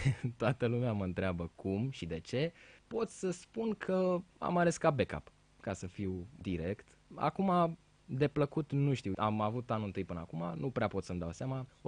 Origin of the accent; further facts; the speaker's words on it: Roșiori de Vede, Teleorman, Romania; moved away as an adult; now in Bucharest, Romania; e și orașul în care am crescut 17-18 ani de zile